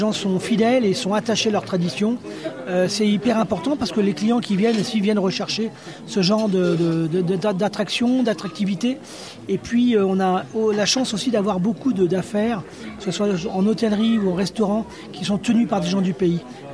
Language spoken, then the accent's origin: French; Grand Est, France; now in Portes du Soleil, France; Maintenant, je me considère un peu comme un montagnard, mais c'est vrai qu'à l'origine, je suis né en Champagne. Et en fait, je n'ai passé que mon adolescence.